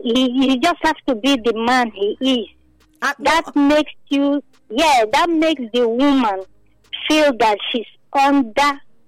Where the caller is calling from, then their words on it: Opa, Nigeria; from Opa.